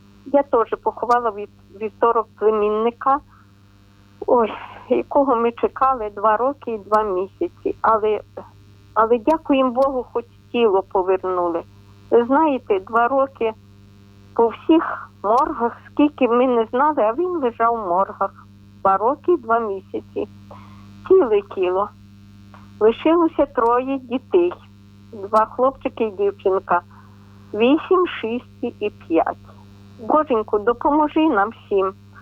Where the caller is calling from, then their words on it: Ternopil Oblast, Ukraine; Доброго вечора. Ми з України. Тернопільщина